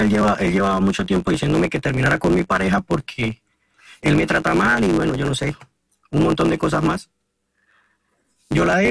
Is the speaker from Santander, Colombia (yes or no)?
yes; Bucaramanga, Santander, Colombia; pues yo soy de aquí, de Bucaramanga. Hay un pueblo que queda cerca, que es de Lebrija.